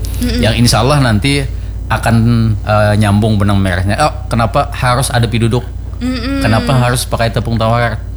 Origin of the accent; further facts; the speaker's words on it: South Kalimantan, Indonesia; Iya, di kita Kalimantan kan kita Kalimantan Banjar ni memang akulturasi dari orang Dayak juga.